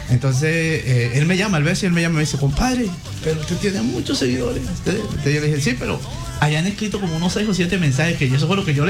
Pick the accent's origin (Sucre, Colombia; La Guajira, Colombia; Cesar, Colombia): Cesar, Colombia; also born or lived in Chiriguaná, Cesar; now in Llanos Orientales, Colombia; Yo soy de Chiriguana Cesar, o sea, soy criado en Poponte Cesar, Copey Cesar, y soy chiriguanero.